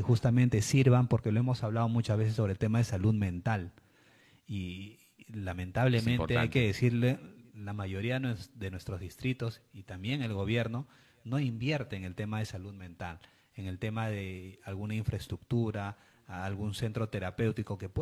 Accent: Lima, Peru; los que vivimos y somos de Lima Este

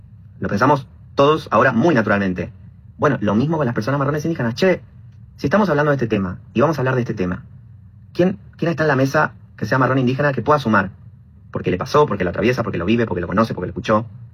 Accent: Argentina; yo soy un argentino marrón, muestro mi perfil, también puedo mostrar ahora mi pelo, mi pelo largo indígena.

